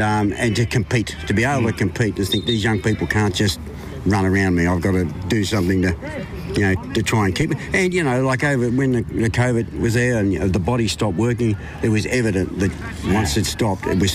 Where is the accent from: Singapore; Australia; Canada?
Australia; Orange, New South Wales; moved away as an adult; now in Dubbo, Australia; Well, I was born in Orange, in New South Wales